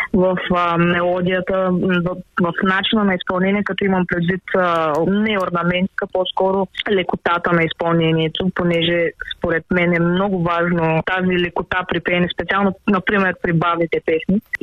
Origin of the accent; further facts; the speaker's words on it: Karnobat, Burgas Province, Bulgaria; Аз съм от Карнобат.